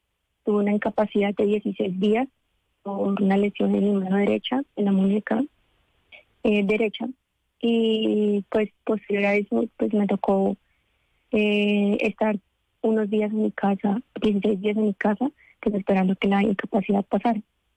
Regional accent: Tolima, Colombia; como vengo de Tierra Caliente, soy del Tolima, entonces pues que no se me dificultaba utilizar tacones dentro de la tienda.

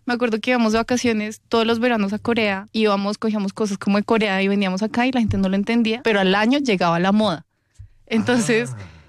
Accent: Bogotá, Bogotá Capital District, Colombia; Yo nací en Bogotá, pero la gente tiene el descaro de decir de dónde soy yo, pero yo les voy a decir, yo soy colombiana, pero ajá, también soy muy coreana.

